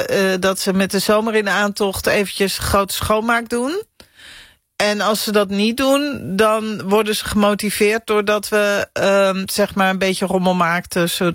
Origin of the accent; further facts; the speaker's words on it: Zaanstad, North Holland, Netherlands; now in Kampen, Netherlands; ik kom uit Zaanstad. Waar wij altijd luilak vierden.